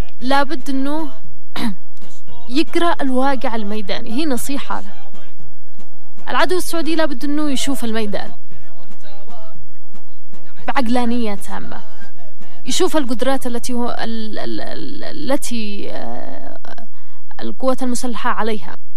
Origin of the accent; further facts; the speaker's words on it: Yemen; وإحنا كشعب يمني